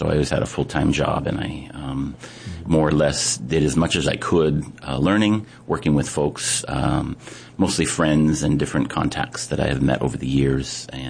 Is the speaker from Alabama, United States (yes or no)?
no; Apple Valley, California, United States; born there; moved away as an adult; now in Honolulu, United States; I was born in Apple Valley, California. It's a little town in the high desert of Southern California. And when I was about 23, I joined the Air Force. And my first and only tour was here in Hawaii.